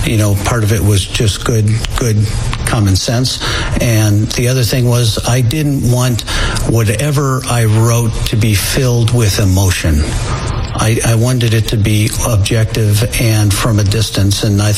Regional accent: East Chicago, Indiana, United States; born there; Hammond, Indiana is right next to Gary, East Chicago, where I was born, East Chicago, filled with oil refineries and steel mills.

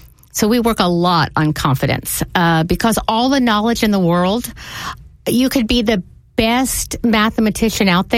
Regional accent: Tulsa, Oklahoma, United States; moved away; I grew up in Tulsa, Oklahoma

